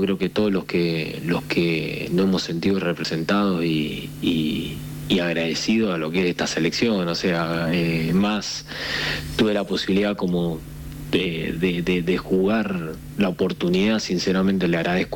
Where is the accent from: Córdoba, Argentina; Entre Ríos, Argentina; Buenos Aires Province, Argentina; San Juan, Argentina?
San Juan, Argentina; moved away as an adult; now in Uruguay; yo nací de los 4 años en San Juan. Jugué en San Martín, crecí en San Martín, me formé en San Martín